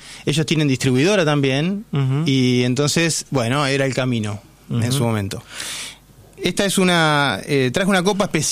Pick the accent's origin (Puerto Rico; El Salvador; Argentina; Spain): Argentina; Quilmes, Buenos Aires Province; Es la ciudad de la cerveza. Ahí estoy, hincha argentino de Quilmes, ¿eh?